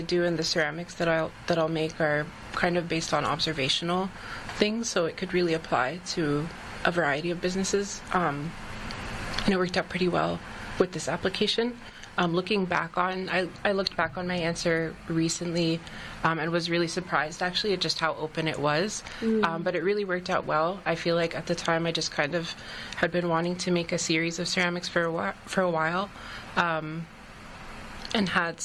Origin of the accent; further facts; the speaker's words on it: Windsor, Ontario, Canada; also born or lived in Lebanon; I'm based in Windsor as well. I'm Lebanese originally, but have basically lived here most of my life. Have grown up here and have done all of my art making here.